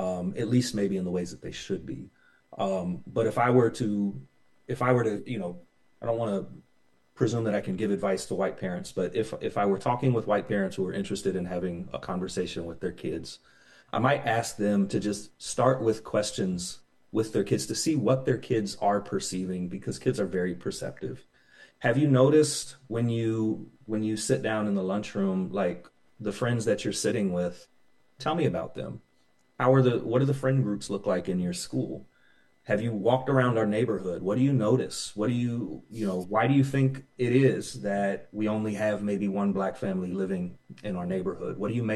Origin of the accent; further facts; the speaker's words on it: Kansas City, Missouri, United States; I grew up right off of the historic red line in Kansas City.